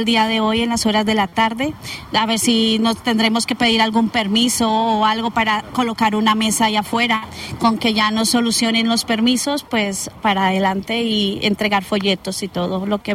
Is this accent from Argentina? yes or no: no; Colombia; moved away; Sí, soy de Colombia, país hermano.